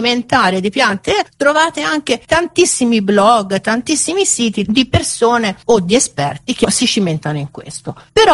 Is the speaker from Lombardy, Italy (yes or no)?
no; Pisa, Tuscany, Italy; io sono di Pisa